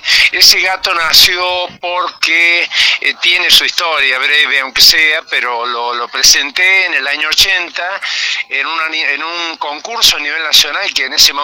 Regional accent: Villa Mercedes, San Luis, Argentina; born there; also born or lived in Concarán; y de ahí ya nos vinimos para acá, para Villa Mercedes, pero ligados permanentemente y por siempre con Concarán

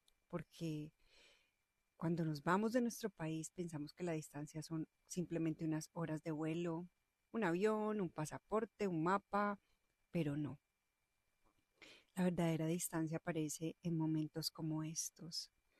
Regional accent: Colombia; moved away; Mis papás están en Colombia

